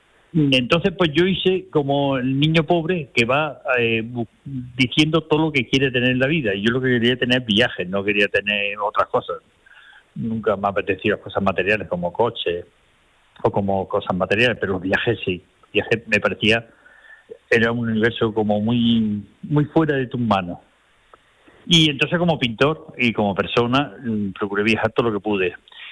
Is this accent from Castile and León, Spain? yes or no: no; Archidona, Andalusia, Spain; born there